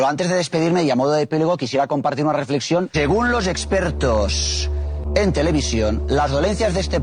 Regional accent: Catalonia, Spain; que repito demasiado que soy mariquita y que se me nota mucho que soy catalán.

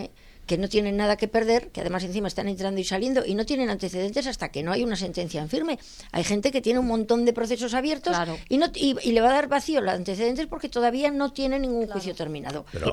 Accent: Spain

